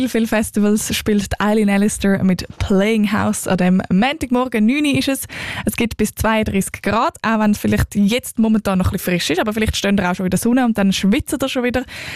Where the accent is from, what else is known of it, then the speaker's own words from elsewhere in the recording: Appenzell, Switzerland; Ich komme aus dem Appenzell und mein Bürgerrat ist auch im Appenzell.